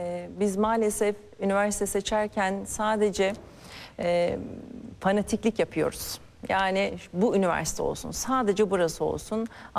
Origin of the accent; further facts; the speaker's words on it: Ankara, Turkey; Ankaralıyım aynı zamanda.